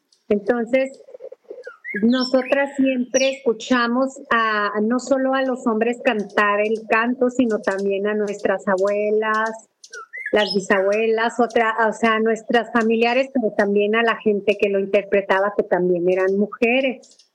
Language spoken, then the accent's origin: Spanish; Durango, Mexico; nosotras somos originarias de la Sierra de Durango.